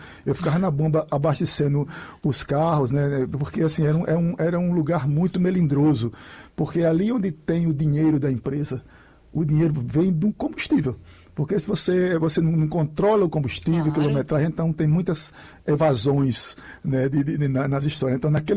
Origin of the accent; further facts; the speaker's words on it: Floresta do Navio, Pernambuco, Brazil; born there; now in Tacaratu, Brazil; Eu nasci em Floresta do Navio. Fui adotado por Tacaratu, que é a cidade do meu coração, a cidade que eu amo muito, Tacaratu, e moro em Tacaratu praticamente.